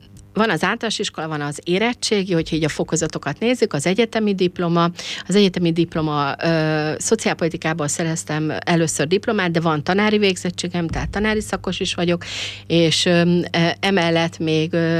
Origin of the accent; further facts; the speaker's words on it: Hungary; first language Hungarian; also born or lived in Budapest; Én romungró cigány vagyok, ez azt jelenti, hogy magyar anyanyelvű cigány, családba születtem, a szüleim se beszéltek már cigányul